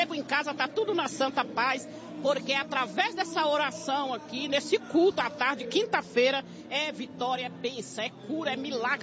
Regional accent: Capão Redondo, São Paulo, Brazil

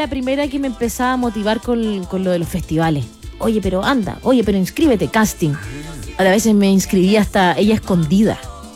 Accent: Coquimbo, Chile; born or raised there

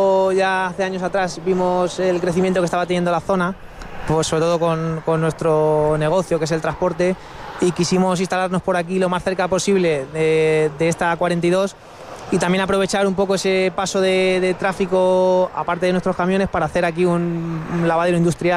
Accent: Toledo, Castilla-La Mancha, Spain; Yo soy de Toledo, capital.

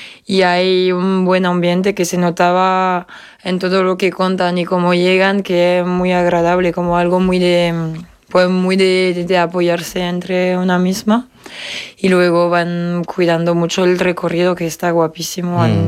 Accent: Auvergne-Rhône-Alpes, France; Spanish is a second language; moved away as an adult; now in Córdoba, Spain; Yo de cerca de Lyon.

